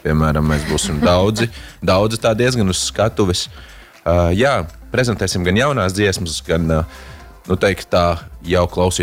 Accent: Riga, Latvia; Vispār es esmu diezgan rīdzinīts.

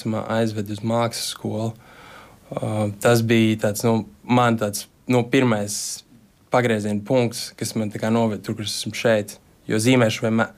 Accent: Riga, Latvia; Mans mājas, tas ir, no kurienes es nāku, un es vienmēr šiem braucu atpakaļ, mēs abi ar sievas no šeienes, no Rīgas.

